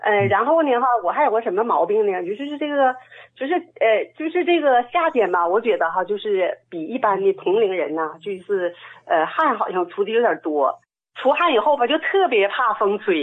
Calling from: Shenyang, Liaoning, China; 我是沈阳的患者。

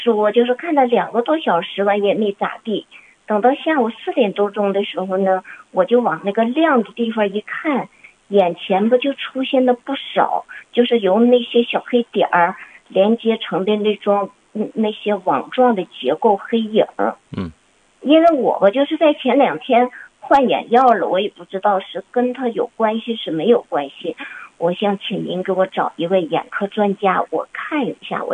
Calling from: Heilongjiang, China; 我们黑龙江人

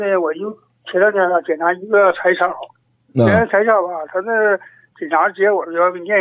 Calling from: Dalian, Liaoning, China; 哎，我是大连的。

